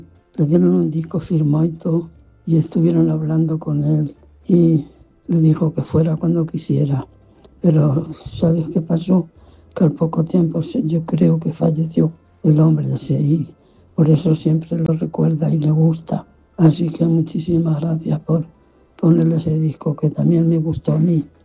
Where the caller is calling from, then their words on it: Torre de Juan Abad, Castilla-La Mancha, Spain; de Torre de Juan Abad.